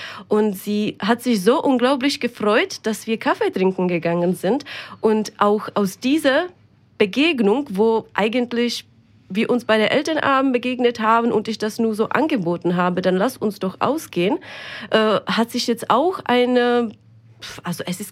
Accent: Rüsselsheim, Hesse, Germany; Auch aus Rüsselsheim.

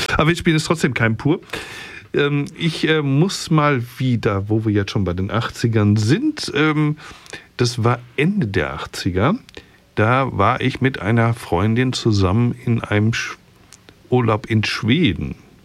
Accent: Rüsselsheim, Hesse, Germany

